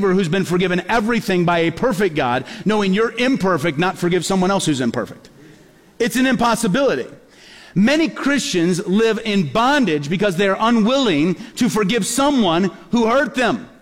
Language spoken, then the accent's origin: English; Peoria, Illinois, United States; born or raised there